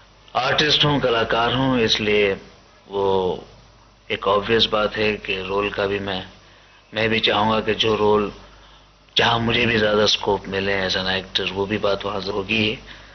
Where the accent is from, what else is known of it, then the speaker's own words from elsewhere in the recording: Surat, Gujarat, India; मैं सूरत का रहने वाला हूँ, गुजरात का।